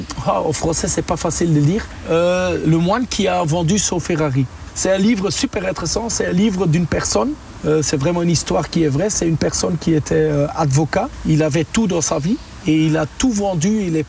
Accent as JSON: {"language": "French", "town": "Eupen", "region": "Wallonia", "country": "Belgium", "first_language": "de", "second_language": "French", "said": "Non, je suis belge, j'habite à Eupen, ça veut dire que je parle allemand, ça c'est ma langue maternelle, mais je suis 100% belge."}